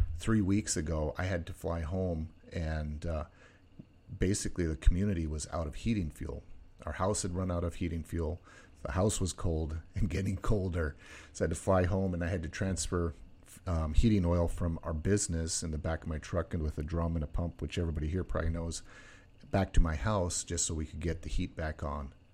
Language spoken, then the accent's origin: English; Naknek, Alaska, United States; my hometown of Naknek